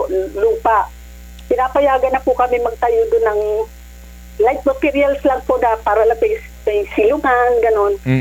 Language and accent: Tagalog; Eastern Visayas, Philippines; Eastern Samar, sir.